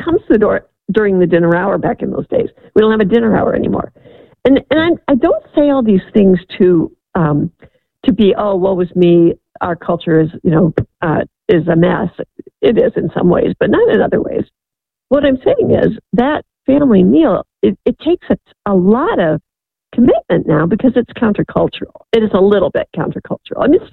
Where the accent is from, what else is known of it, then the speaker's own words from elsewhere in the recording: Midwest, United States; I grew up in the Midwest.